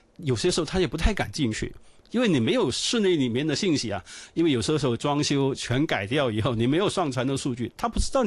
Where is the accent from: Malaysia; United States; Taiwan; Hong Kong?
Hong Kong; 我们香港人是不太懂分东西南北的吧？